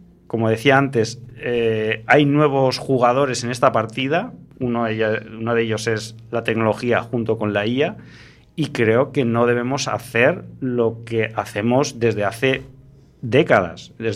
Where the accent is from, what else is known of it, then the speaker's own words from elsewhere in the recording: Basque Country, Spain; Luego dicen de los gallegos y los vascos. Ya, yo soy vasco.